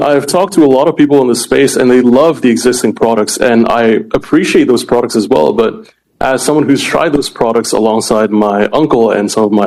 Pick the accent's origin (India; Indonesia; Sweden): Indonesia; moved away as an adult; also born or lived in Singapore; now in San Francisco, United States; I'm originally Indonesian, and I moved to Singapore to study, but now I'm here in San Francisco